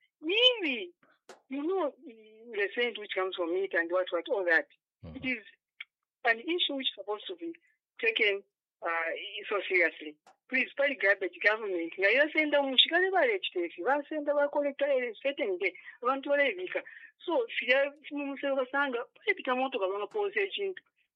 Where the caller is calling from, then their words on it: Kitwe, Copperbelt, Zambia; I'm calling from Kitwe.